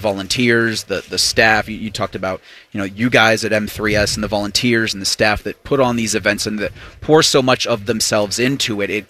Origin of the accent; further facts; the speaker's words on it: Arlington, United States; I just remember thinking, you know, growing up in Arlington and coming here as a patron, and you're 5 feet away from Tiger Woods.